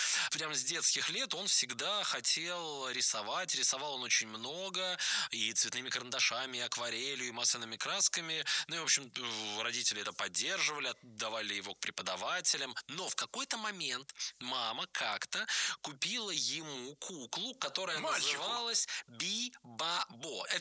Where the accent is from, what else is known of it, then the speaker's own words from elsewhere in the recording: Nizhny Novgorod, Nizhny Novgorod Oblast, Russia; born there; я из Нижнего Новгорода